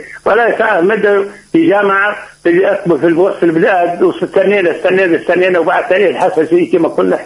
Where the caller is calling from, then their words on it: southern Tunisia, Tunisia; إحنا من الجنوب